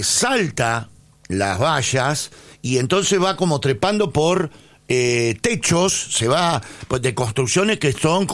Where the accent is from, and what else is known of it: Argentina